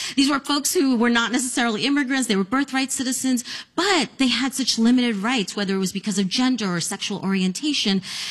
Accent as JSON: {"language": "English", "region": "New Jersey", "country": "United States", "tie": "born or raised there", "said": "So I like to tell people I grew up in the United Nations of Latinos, located in New Jersey, that far from the UN."}